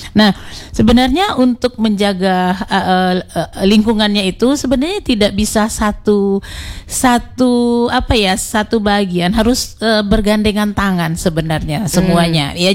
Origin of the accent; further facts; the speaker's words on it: West Sumatra, Indonesia; now in Bangka Belitung, Indonesia; Karena memang saya bukan orang Bangka Belitung Pak. Saya adalah orang Sumatera Barat. Tapi munculnya di Bangka Belitung.